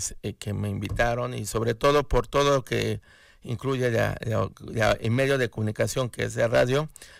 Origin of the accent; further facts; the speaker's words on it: Izúcar de Matamoros, Puebla, Mexico; Yo nací acá en Izúcar, en Matamoros. Y obviamente me siento muy, muy digno de ser de acá, de esta población tan bonita que es Izúcar. Y toda mi vida he crecido, me he formado.